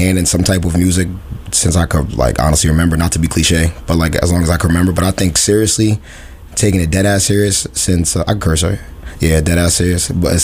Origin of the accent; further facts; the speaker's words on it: Albany, New York, United States; I'm from Albany